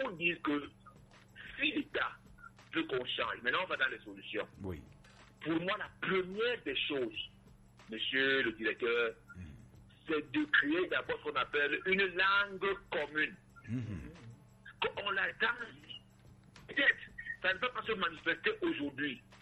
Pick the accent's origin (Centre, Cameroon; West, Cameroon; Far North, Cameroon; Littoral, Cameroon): Littoral, Cameroon; Edéa; Moi, je suis originaire de la Tanaka Pare, qui était précisément à Edea, premier.